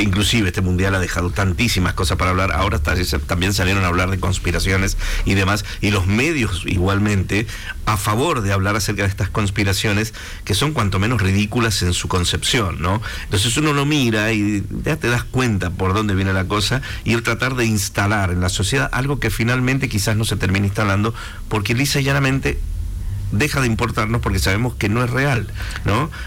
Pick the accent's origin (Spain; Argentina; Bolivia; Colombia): Argentina; lo que somos los argentinos, también que descendemos de muchas de esas conjunción de culturas y de etnias